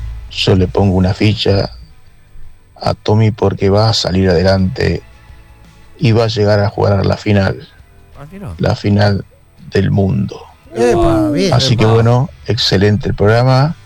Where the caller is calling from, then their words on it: Rafaela, Santa Fe, Argentina; de Rafaela.